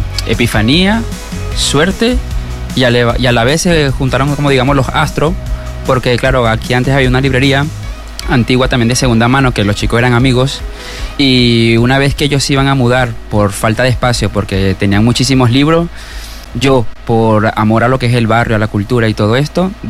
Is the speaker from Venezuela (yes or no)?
yes; Venezuela; now in Valencia, Spain; Yo soy de Venezuela, pero aquí me siento como en casa, aquí en el barrio.